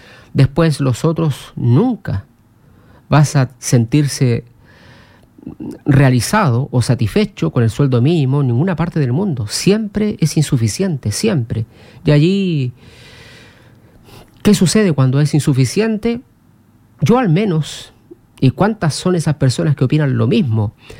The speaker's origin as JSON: {"language": "Spanish", "country": "Chile"}